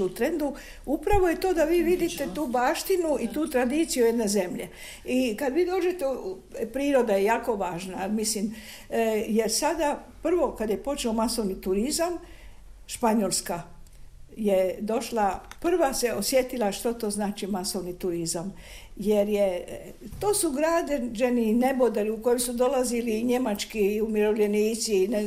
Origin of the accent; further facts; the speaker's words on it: Split-Dalmatia County, Croatia; born there; now in Zagreb, Croatia; ja koja sam rođena na Braču, ali sam došla davno što je sreću u Zagreb